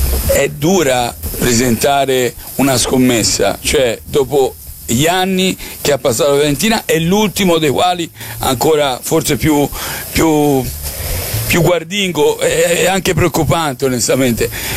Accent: Florence, Tuscany, Italy

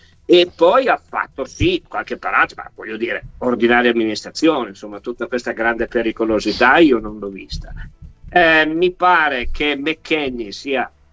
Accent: Turin, Piedmont, Italy; io che sono torinese e che allo stadio comunale ci sono cresciuto

